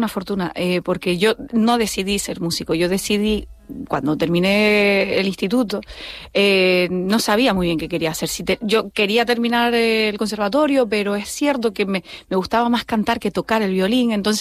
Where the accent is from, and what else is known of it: Canary Islands, Spain